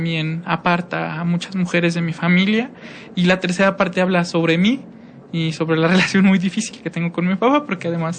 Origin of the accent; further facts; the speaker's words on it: Mexico; born there; also born or lived in San Felipe del Progreso; Yo nací a las afueras de la Ciudad de México, pero mi familia es migrante de la comunidad mazagua de San Felipe del Progreso, de donde hemos ido y venido pues siempre.